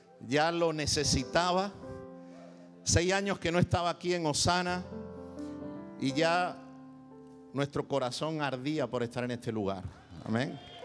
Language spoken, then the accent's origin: Spanish; Spain; Como bien dijo el pastor Aurelio, nosotros venimos de España y este es un año que se ha proclamado como año del Dios de...